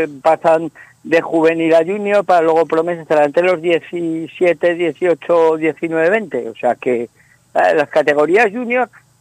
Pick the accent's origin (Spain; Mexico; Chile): Spain; Aragon; sobre todo a todo lo que nos hace tribu, como maños.